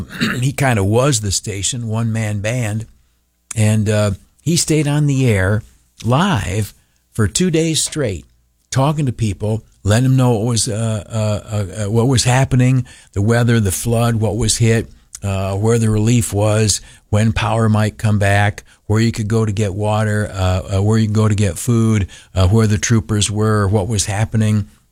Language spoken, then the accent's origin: English; United States; moved away; 1972, there was a big flood down where I grew up in Canastillo, Hurricane Agnes.